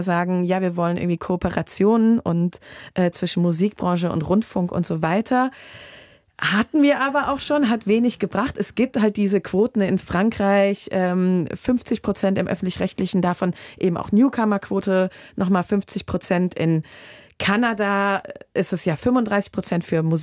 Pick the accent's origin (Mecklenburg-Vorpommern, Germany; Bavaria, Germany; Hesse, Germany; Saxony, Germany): Hesse, Germany; als Hessin meine ich auch Südhessisch.